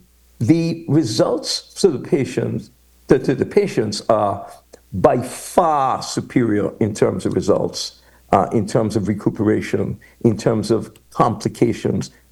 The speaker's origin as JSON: {"language": "English", "country": "Antigua & Barbuda", "moved": "yes", "said": "I'm from Antigua, you know."}